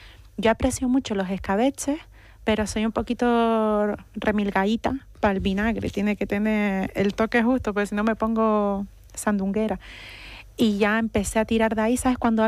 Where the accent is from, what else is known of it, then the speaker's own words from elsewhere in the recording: Canary Islands, Spain; Yo vengo de Gran Canaria